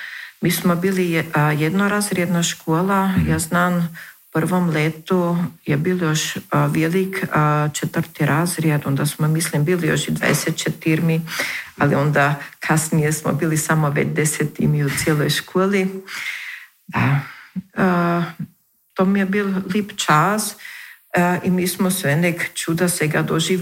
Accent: Geristof, Burgenland, Austria; Moje djetinjstvo u Geristofu je bilo tako da smo mi prva leta pendjali u Beč.

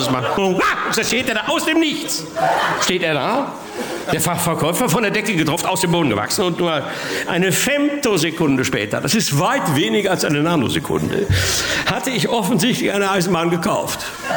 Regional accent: Bochum, North Rhine-Westphalia, Germany; Ich komme ja aus Bochum

